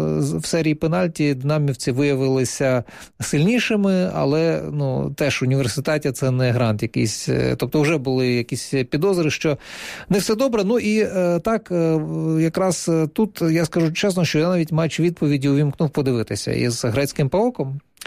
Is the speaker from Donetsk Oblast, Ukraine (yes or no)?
yes; Donetsk, Donetsk Oblast, Ukraine; Я з Донецька, але це не той випадок.